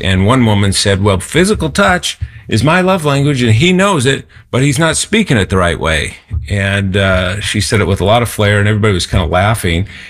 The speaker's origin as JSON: {"language": "English", "town": "Boston", "region": "Massachusetts", "country": "United States", "tie": "born or raised there", "said": "I grew up in Boston, by the way, where we dropped our R's. I've corrected the way I speak, so I don't say pock, I say park."}